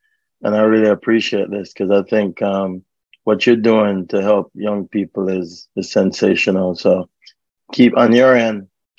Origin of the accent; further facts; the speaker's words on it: Jamaica; also born or lived in England; I was born in England first, and had a broken home life, and then mom decided to go back home to Jamaica in 1968